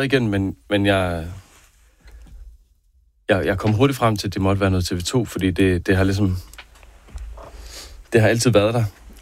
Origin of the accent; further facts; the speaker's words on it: Herning, Central Denmark Region, Denmark; Herning Banegård, hvor jeg voksede op